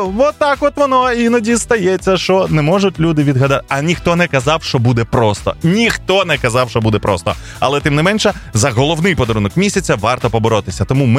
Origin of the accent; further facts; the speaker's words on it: Zhytomyr, Zhytomyr Oblast, Ukraine; moved away; Коли телефонуєш в Житомир, якщо не потрапляєш на маму, то потрапляєш все одно на своїх людей.